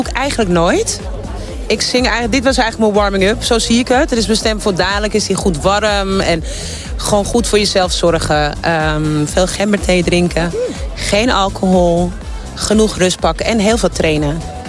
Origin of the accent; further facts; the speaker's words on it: Amsterdam, North Holland, Netherlands; Ik kom uit Amsterdam.